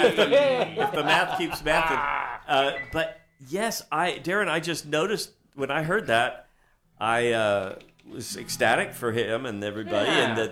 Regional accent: Waco, Texas, United States; I grew up with in Waco 1,000 years ago.

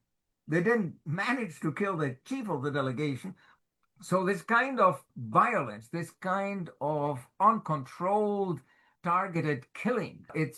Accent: United States; as an American

